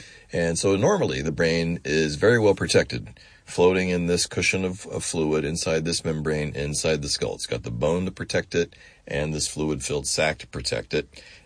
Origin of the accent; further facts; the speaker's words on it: Kansas, United States; I grew up in Kansas.